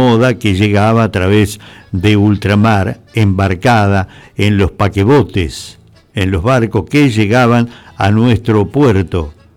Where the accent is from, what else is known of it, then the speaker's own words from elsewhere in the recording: Argentina; argentinos nos identificamos por la figura del gaucho, y cuando así nos ven vestido nos reconocen como argentinos.